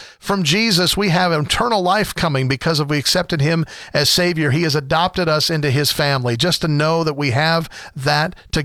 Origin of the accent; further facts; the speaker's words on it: Ohio, United States; now in Fredericksburg, United States; I'm from Ohio